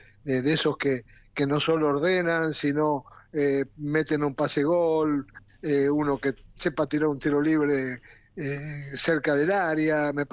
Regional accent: Argentina; Soy el jugador argentino que más goles tiene en Copa Libertadores

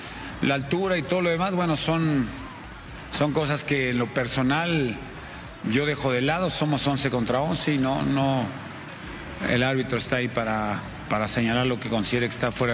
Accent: Mexico; somos 11 mexicanos que tenemos que hacer gol allá

